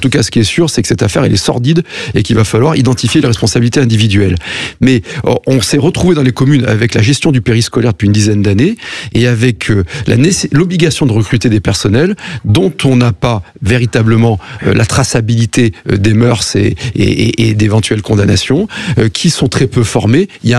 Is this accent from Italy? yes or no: no; France; Nous allons payer tous, en tant que Français, cette année 2026, 70 milliards d'euros d'intérêts de la dette de l'État